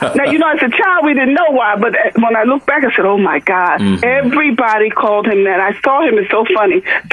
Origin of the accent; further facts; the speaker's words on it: Philadelphia, Pennsylvania, United States; also born or lived in Manhattan, New York; I'm from North Philly. Originally, near what's that, 17th and Susquehanna.